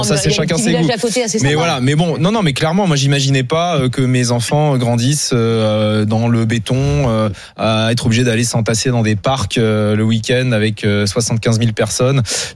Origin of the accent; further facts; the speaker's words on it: Pompertuzat, Occitanie, France; also born or lived in Alsace; Je suis né en Alsace et j'ai grandi à Pompertuisat, un petit village dans le Lauragais, au sud de Toulouse.